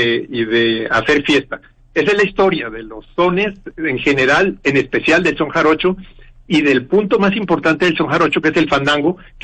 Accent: Colombia; moved away; Yo llegué de Colombia, vine a estudiar recomposición.

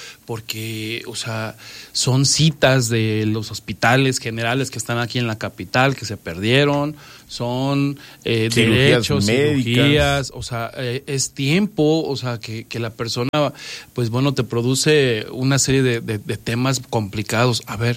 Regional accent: Mexico

